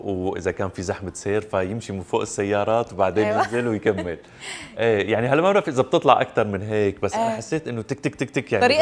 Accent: Syria; يعني احنا مثلا عندنا بسوريا انه بيعملوا لحن على الطبل.

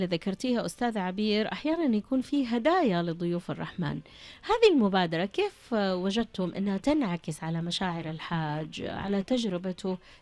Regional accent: Mecca, Makkah Province, Saudi Arabia; إحساس يمكن أنا لأني بنت مكة أشعر بهذا هذا الشيء اللي نفخر ونسعد به.

